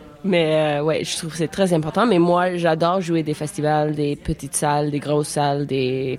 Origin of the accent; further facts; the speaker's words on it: Regina, Saskatchewan, Canada; j'ai grandi à Regina, en Saskatchewan, puis il n'y avait pas grand-chose comme show pour des ados quand j'étais une ado.